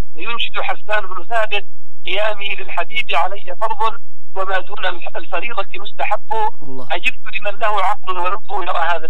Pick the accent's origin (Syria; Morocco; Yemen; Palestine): Yemen; نحن كشعب يمني